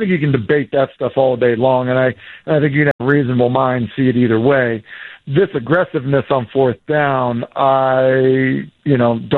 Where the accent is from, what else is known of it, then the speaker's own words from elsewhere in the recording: New England, United States; in Tennessee, growing up in New England, you drive 30 minutes and you get to every game, right?